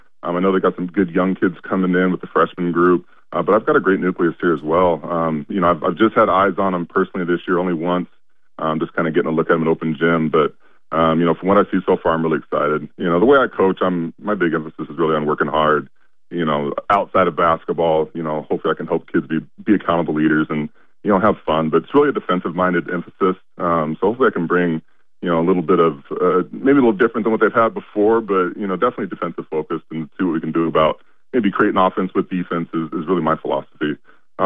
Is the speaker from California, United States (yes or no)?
no; Kent, Washington, United States; You know, I grew up in the South Seattle, Kent area, and I want to show them how we play basketball, you know, that way